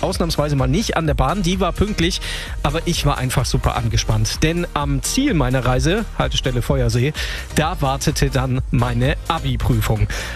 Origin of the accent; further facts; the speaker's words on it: Esslingen, Baden-Württemberg, Germany; S1 aus meiner Heimatstadt Esslingen nach Stuttgart.